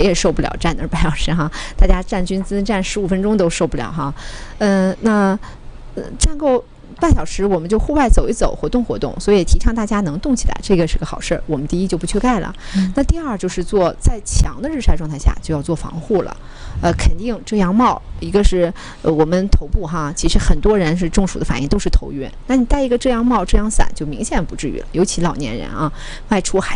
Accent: China

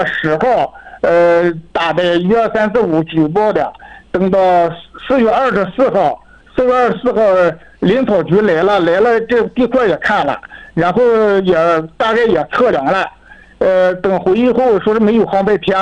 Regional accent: Inner Mongolia, China; 我是温牛特区乌龙瓜镇兔牌子村于西组的村民。

